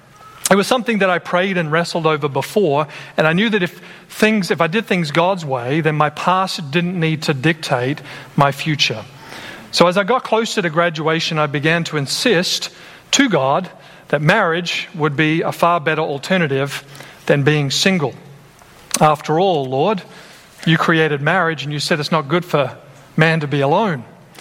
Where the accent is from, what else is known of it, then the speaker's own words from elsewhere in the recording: Australia; now in United States; And I'm a guy from Australia. I'm here in America, and I'm thinking, well, maybe this is just a cultural thing.